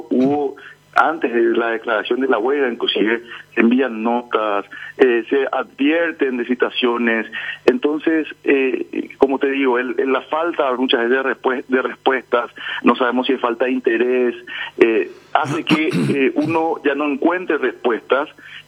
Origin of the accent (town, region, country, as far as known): Paraguay